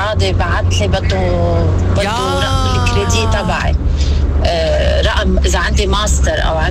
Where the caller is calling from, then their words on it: Lebanon; انا من لبنان عم بحكيك، رقمي اجنبي بس من لبنان.